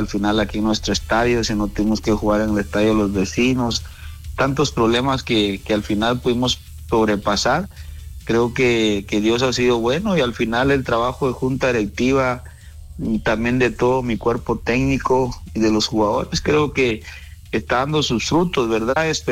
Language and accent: Spanish; Guatemala